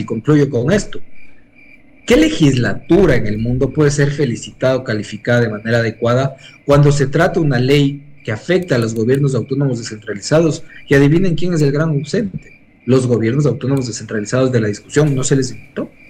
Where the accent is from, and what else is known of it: Ecuador